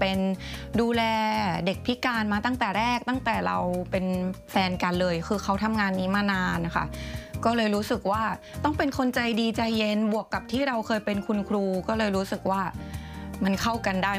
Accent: Isan, Thailand; moved away as an adult; now in Japan; ด้วยตัวเองเราเป็นคนอีสานเนอะเราก็ชอบกินอะไรเผ็ดๆแซ่บๆ

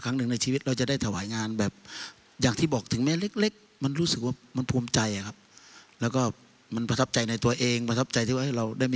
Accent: Southern Thailand, Thailand; ด้วยความเป็นคนใต้เนี่ยคำว่าเวียนครกนี่มันเหมือนกับเราโตมาเกิดมาปุ๊บ

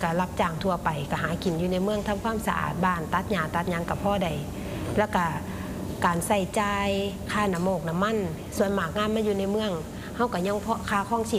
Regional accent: Khon Kaen, Thailand; born there; เป็นคนในเมืองขอนแก่นแล้วก็เกิดอยู่ในเมืองทำมาหากินในเมือง

